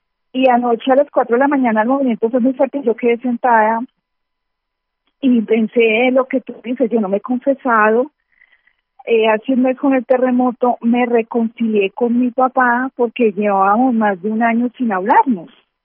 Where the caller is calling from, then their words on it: Colombia; vivo en Colombia, en un lugar muy cerca donde no ha parado de temblar.